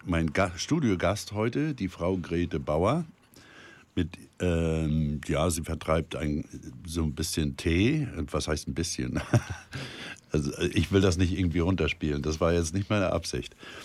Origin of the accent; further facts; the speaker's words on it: Germany; born there; ich bin ja Deutscher, ich spreche ja Deutsch und ich bin auch in Deutschland hier geboren